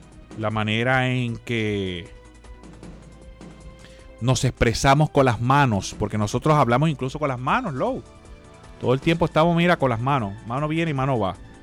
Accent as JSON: {"language": "Spanish", "country": "Puerto Rico", "said": "Yo soy boricua, para que tú lo sepas."}